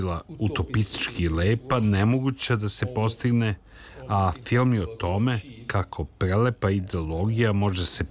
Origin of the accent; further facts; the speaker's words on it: Hungary; Rođen sam i odrastao u Mađarskoj, to sovjetska doba i mnogo je futurističkih uspomena i loših uspomena.